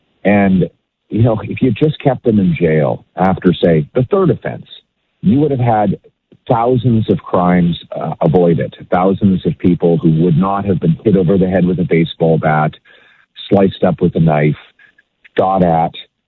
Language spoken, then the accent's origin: English; Calgary, Alberta, Canada; Well, as a Westerner, I know it because I grew up in Calgary.